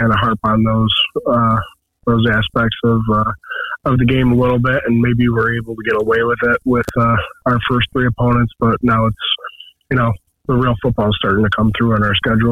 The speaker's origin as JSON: {"language": "English", "town": "Caledonia", "region": "New York", "country": "United States", "said": "I'm from Caledonia. My family's from Leroy, so I know a heck of a lot because I get a lot of phone calls from the family."}